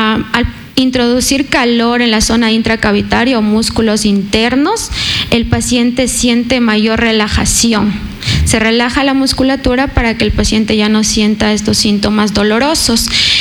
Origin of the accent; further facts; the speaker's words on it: Latacunga, Cotopaxi, Ecuador; Yo soy de la Tacunga